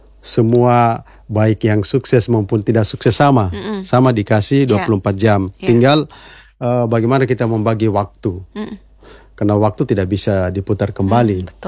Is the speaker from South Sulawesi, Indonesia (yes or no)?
no; Southeast Sulawesi, Indonesia; moved away; rakyat kita, masyarakat kita di Konawe ini